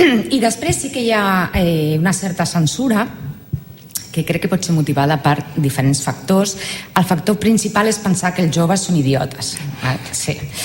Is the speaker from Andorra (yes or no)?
no; Santa Perpètua de Mogoda, Catalonia, Spain; Jo que sóc de Santa Perpètua de la Moguda, un poblet a costat de Sabadell